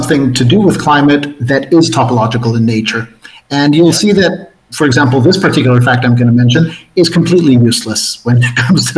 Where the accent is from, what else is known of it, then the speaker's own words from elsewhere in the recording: Mexico City, Mexico; born there; English is a second language; also born or lived in Toronto, Canada; Yeah, I'm a native Mexican. I grew up here in Mexico City. Well, that's partially true. I also grew up partly in Toronto, Canada, which is where I learned English.